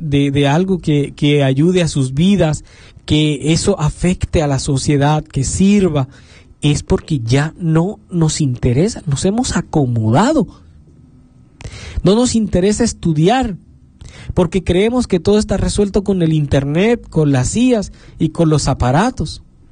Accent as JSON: {"language": "Spanish", "country": "Colombia", "said": "Yo que soy de Colombia"}